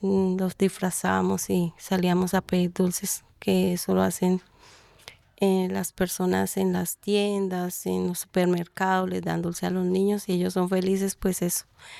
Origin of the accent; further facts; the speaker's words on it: Madrid, Cundinamarca, Colombia; moved away; also born or lived in Falan, Tolima; Vengo de Madrid, Cundinamarca, pero nací en el Tolima, en Falan, Tolima.